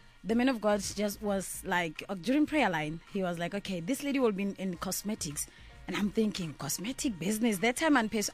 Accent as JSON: {"language": "English", "town": "Johannesburg", "region": "Gauteng", "country": "South Africa", "said": "I'm from Vlieghof in Johannesburg."}